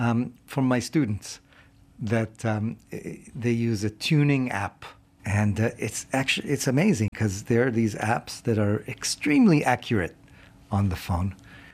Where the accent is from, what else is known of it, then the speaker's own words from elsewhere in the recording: Israel; And so growing up in Israel, you know, once a week you would see my dad on TV